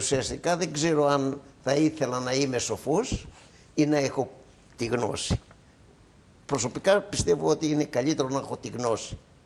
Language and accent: Greek; Lasithi, Crete, Greece; born there; also born or lived in Heraklion; έφυγα δηλαδή από το Λασίδι όπου γεννήθηκα.